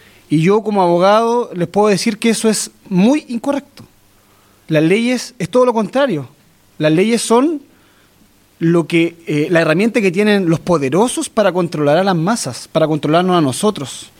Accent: Chile; yo también soy parte del LOF-ROFUE, nacido y criado en el Lorro fue, y por tanto, al igual que mi Peñi, el Machi Fidel Trenamil, conozco la historia.

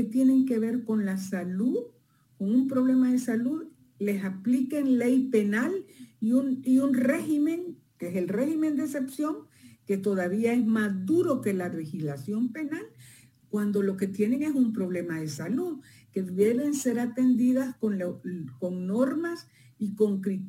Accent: El Salvador; Yo creo que es importante que como sociedad salvadoreña, pues pongamos atención a eso

